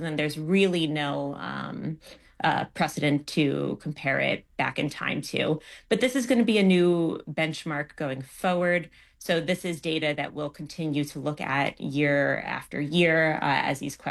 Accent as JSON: {"language": "English", "town": "New York City", "region": "New York", "country": "United States", "said": "This is something, as just a New Yorker, I think we've heard from bright young students before"}